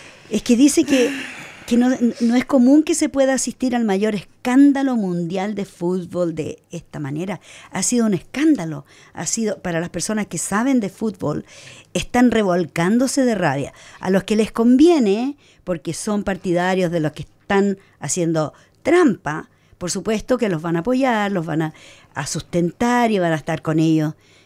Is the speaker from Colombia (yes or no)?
no; Chile; Y yo soy chilena y tampoco estoy de acuerdo con lo que han hecho.